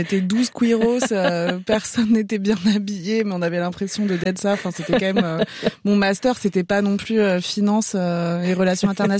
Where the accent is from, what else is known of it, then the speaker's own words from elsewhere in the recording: Algeria; born there; je suis née en Algérie pendant la guerre civile